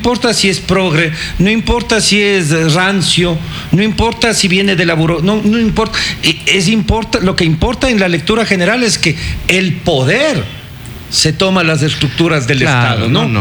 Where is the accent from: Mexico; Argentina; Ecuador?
Ecuador; en la necesidad nuestra como ecuatorianos de tener una capacidad de elegir con las normas de juego claras.